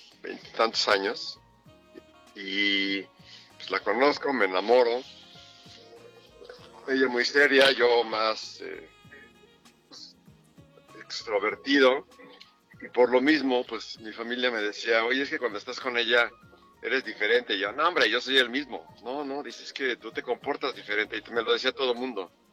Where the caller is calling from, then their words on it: Mexico City, Mexico; Aquí de la Ciudad de México.